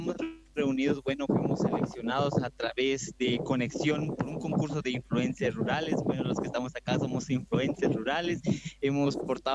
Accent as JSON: {"language": "Spanish", "region": "Alta Verapaz", "country": "Guatemala", "said": "Yo soy de Guatemala, soy de Alta Verapaz"}